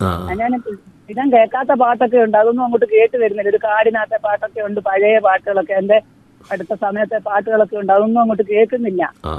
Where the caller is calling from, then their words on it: Chengannur, Kerala, India; ചെങ്ങന്നൂർ കാരക്കാട് നിന്ന് വിളിക്കുവാ.